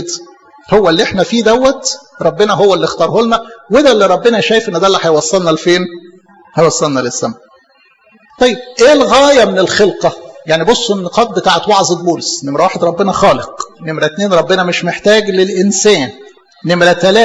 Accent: Egypt; born there; انا اتولد مصري

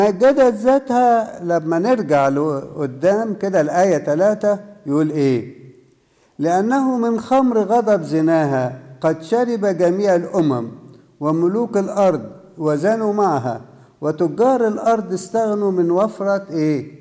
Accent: Upper Egypt, Egypt; moved away; في كان مثل اسمعه وأنا صغير في الصعيد

